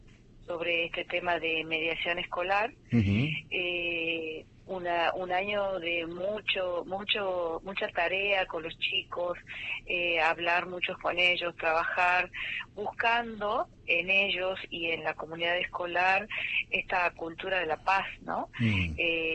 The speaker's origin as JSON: {"language": "Spanish", "town": "Monteros", "region": "Tucumán", "country": "Argentina", "moved": "as an adult", "lives_now": "Tafí del Valle, Argentina", "said": "Soy de Monteros, pero hace 20 años que estoy trabajando en la zona de Tafí del Valle."}